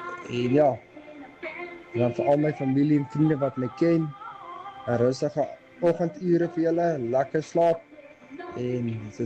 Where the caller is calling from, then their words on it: Brakpan, Gauteng, South Africa; van Brakpan.